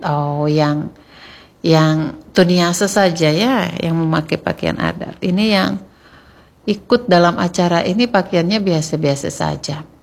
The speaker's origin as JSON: {"language": "Indonesian", "region": "Bali", "country": "Indonesia", "said": "Sama dengan kita, kalau kita orang Bali Hindu"}